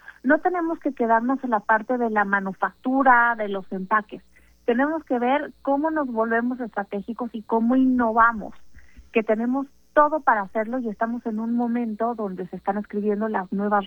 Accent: Mexico

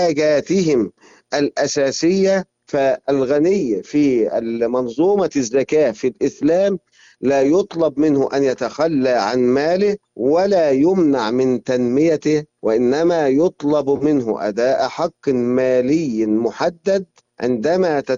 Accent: Egypt; في بلادنا مصر

